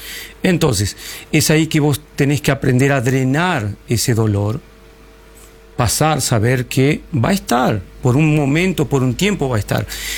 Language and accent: Spanish; Bariloche, Río Negro, Argentina; moved away as an adult; now in Corrientes, Argentina; Yo soy nacido en Bariloche